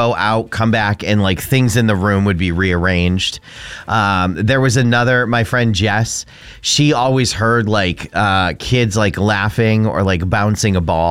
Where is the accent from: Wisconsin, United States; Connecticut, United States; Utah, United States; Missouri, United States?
Connecticut, United States; Bristol; now in New Hampshire, United States; I grew up in Connecticut, in Bristol